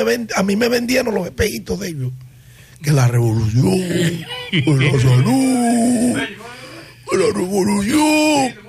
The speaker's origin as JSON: {"language": "Spanish", "region": "Cibao", "country": "Dominican Republic", "said": "yo soy cibaeño."}